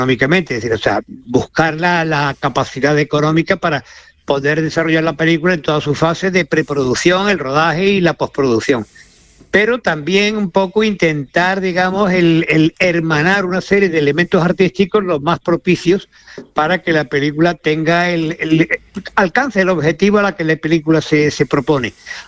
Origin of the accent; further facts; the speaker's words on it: Andalusia, Spain; siendo nosotros como somos andaluces, también con acento.